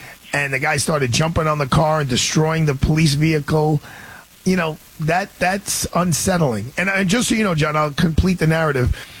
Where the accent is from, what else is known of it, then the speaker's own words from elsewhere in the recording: New York, United States; I'm a New Yorker first. I'm a resident.